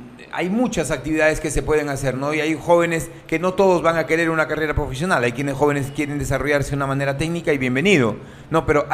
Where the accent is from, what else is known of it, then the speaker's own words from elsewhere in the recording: Tambogrande, Piura, Peru; born there; a mis vecinos de Tambo Grande, exactamente, Valle de los Incas, que pasé parte de mi niñez ahí, por eso es que le tengo un gran cariño a mi tierra de Tambo Grande.